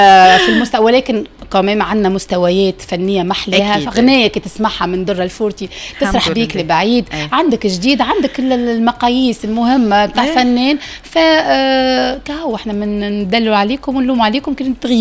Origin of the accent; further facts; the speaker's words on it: Tunisia; عندنا في تونس